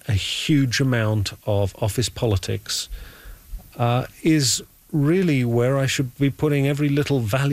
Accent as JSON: {"language": "English", "region": "London", "country": "United Kingdom", "tie": "born or raised there", "said": "You know, when I was 7 years old, you can tell from my accent, I grew up in London, England, and we had a little house there in the urban center of the great old decaying British Empire."}